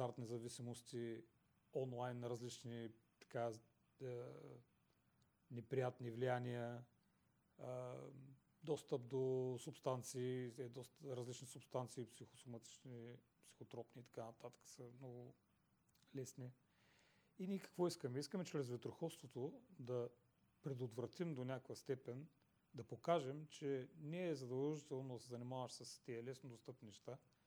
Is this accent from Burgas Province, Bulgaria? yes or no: yes; Burgas, Burgas Province, Bulgaria; Ние имаме не само в Бургас, аз съм бургазлия, много се гордея с това